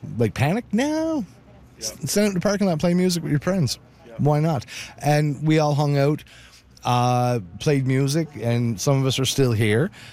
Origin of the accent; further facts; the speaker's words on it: Newfoundland and Labrador, Canada; Like, I'm a Newfoundlander. Have you ever seen Snowmageddon when the storms hit in Newfoundland?